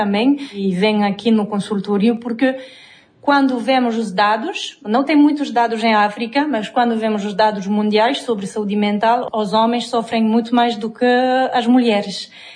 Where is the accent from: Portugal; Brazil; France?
France; Portuguese is a second language; moved away as an adult; now in Bissau, Guinea-Bissau